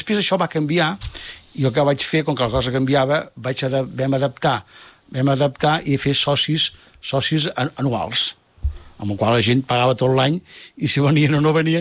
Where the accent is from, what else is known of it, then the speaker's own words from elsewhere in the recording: Vallirana, Catalonia, Spain; Jo recordo haver baixat a Molins de Rei i algú que preguntava: i tu d'on ets? Vallirana.